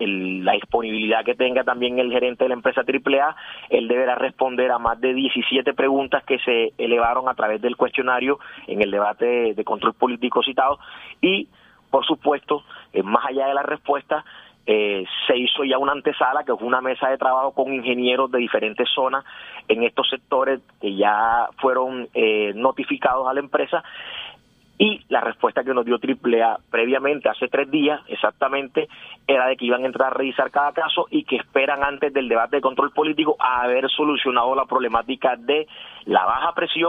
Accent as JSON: {"language": "Spanish", "town": "Barranquilla", "region": "Atlántico", "country": "Colombia", "said": "donde nosotros como barranquilleros gozamos de la mayoría de las acciones"}